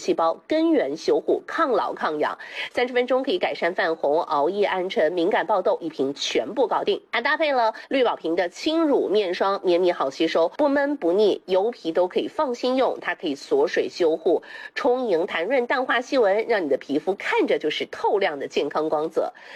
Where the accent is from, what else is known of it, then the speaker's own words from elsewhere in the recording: Jiangxi, China; 这是我们江西人自己的购物商城。